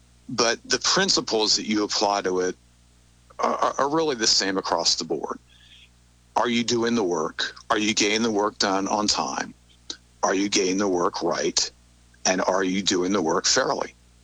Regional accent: North Carolina, United States; I'm just turned 59, so I grew up in North Carolina in the time of the old Atlantic Coast Conference

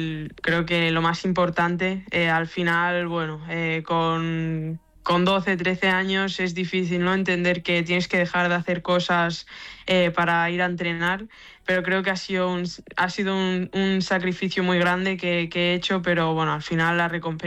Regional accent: Lloret de Mar, Catalonia, Spain; also born or lived in Blanes; Sí, nací en Blanes, pero bueno, de siempre he estado en Lloret y bueno, es mi pueblo, Lloret de Mar.

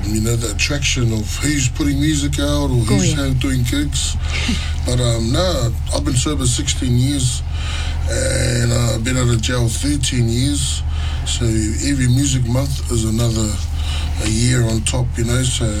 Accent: Auckland, New Zealand; also born or lived in Sydney, Australia; Dad's from Fasi. And yeah, I'm born in Australia, so in Sydney, but grew up in Mangere

